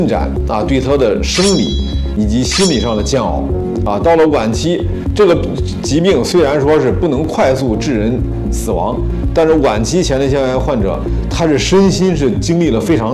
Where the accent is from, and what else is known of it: China